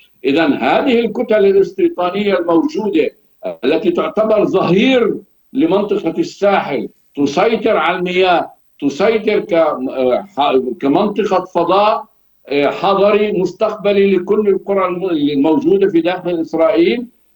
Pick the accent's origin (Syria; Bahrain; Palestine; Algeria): Palestine; ونحن كفلسطينيين